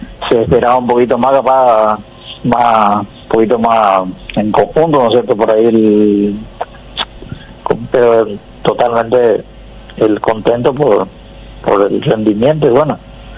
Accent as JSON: {"language": "Spanish", "town": "Coronel Martínez", "region": "Guairá", "country": "Paraguay", "tie": "born or raised there", "moved": "yes", "said": "Nosotros nacimos en Coronel Martínez."}